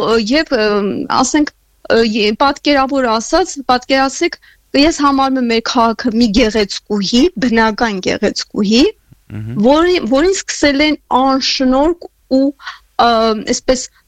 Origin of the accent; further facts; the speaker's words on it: Yerevan, Armenia; ես հպարտ եմ, որ երևանցի եմ